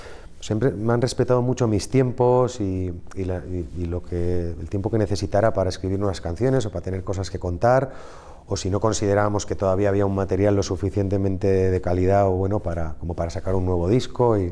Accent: Spain; tanto aquí en España, en mi país, como fuera, ¿no?

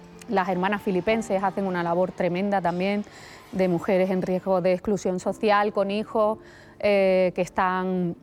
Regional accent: Andalusia, Spain; Yo, como andaluza, nunca me he sentido discriminada ni en Cataluña, ni en el País Vasco, ni en Galicia.

